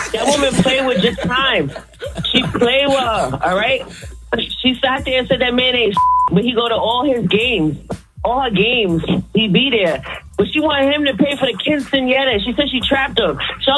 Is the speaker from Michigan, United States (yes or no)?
no; Brooklyn, New York, United States; I'm from Brooklyn.